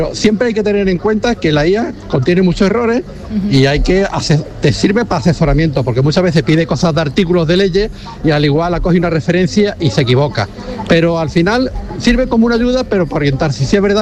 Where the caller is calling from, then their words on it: Málaga, Andalusia, Spain; de Málaga.